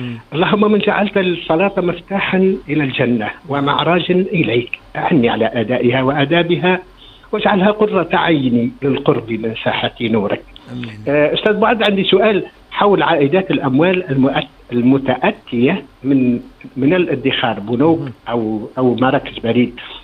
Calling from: Zaghouan, Zaghouan Governorate, Tunisia; من زغوان.

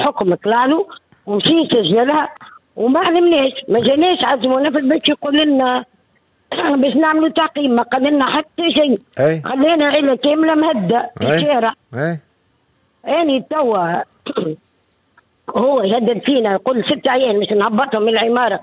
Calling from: Sousse, Sousse Governorate, Tunisia

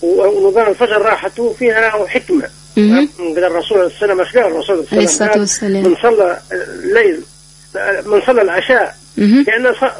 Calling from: Ben Gardane, Medenine, Tunisia; من قرقان.

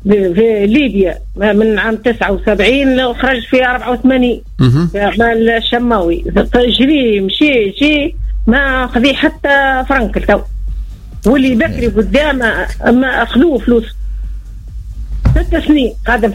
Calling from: Sfax, Sfax Governorate, Tunisia; من صفاقس.

